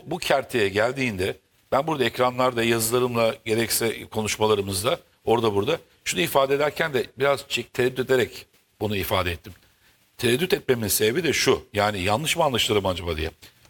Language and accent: Turkish; Sakarya, Turkey; Sakarya benim memleketim